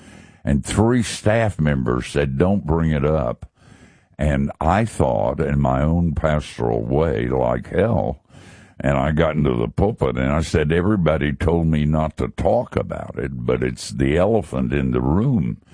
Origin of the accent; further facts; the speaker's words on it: Asheville, North Carolina, United States; That's my home. I grew up in Asheville.